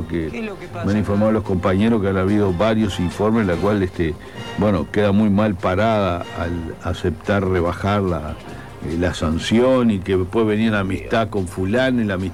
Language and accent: Spanish; Uruguay; como lo que pagamos somos los uruguayos, como siempre, afuera y bailando